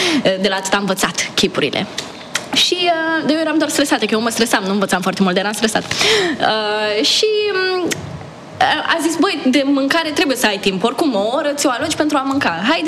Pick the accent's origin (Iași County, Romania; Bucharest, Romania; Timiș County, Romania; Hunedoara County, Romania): Iași County, Romania; Iași